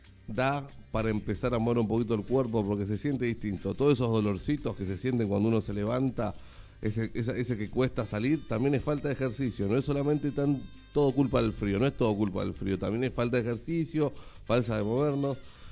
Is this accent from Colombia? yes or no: no; Argentina; por ser argentino